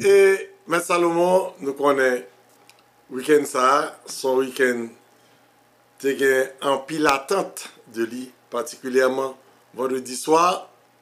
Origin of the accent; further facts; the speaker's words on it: Haiti; D'abord, nous connaissons en tant qu'Haïtien, Haïti, la mondiale